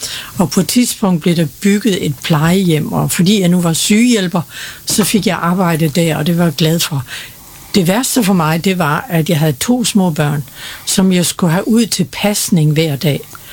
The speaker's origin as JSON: {"language": "Danish", "region": "Jutland", "country": "Denmark", "said": "jeg er jo jyde, jeg står med begge fødder i den jyske muld."}